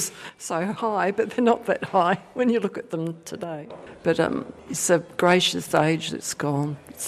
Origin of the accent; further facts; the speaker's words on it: Adelaide, South Australia, Australia; born there